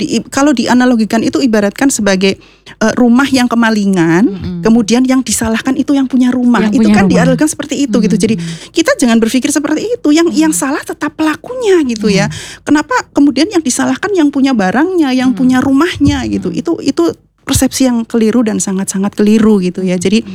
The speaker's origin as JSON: {"language": "Indonesian", "town": "Purwojati", "region": "Central Java", "country": "Indonesia", "tie": "born or raised there", "moved": "yes", "lives_now": "Purwokerto, Indonesia", "said": "Cuma saya sudah tinggal di stay di Purwokerto sekarang ini, tapi saya aslinya dari Purwojati."}